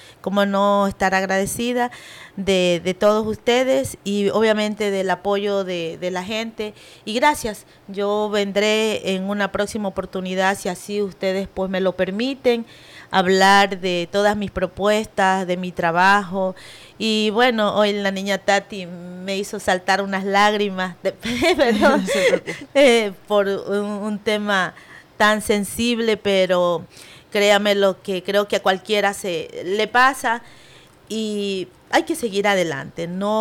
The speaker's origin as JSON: {"language": "Spanish", "area": "San Lorenzo", "region": "Manabí", "country": "Ecuador", "tie": "born or raised there", "said": "no solo de San Lorenzo, de la cual soy oriunda"}